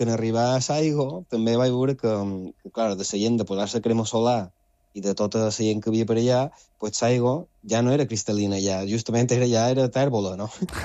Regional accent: Balearic Islands, Spain; com a mallorquí, com a resident de l'illa

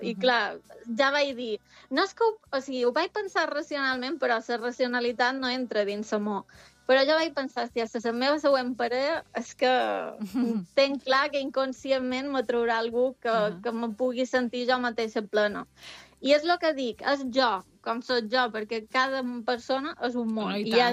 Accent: Balearic Islands, Spain; podem estar allà tots els mesos a Mallorca, en el meu poble

